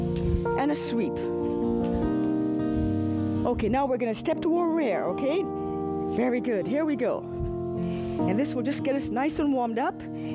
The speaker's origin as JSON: {"language": "English", "town": "Boston", "region": "Massachusetts", "country": "United States", "said": "I am your host today … I'm a physician from Boston."}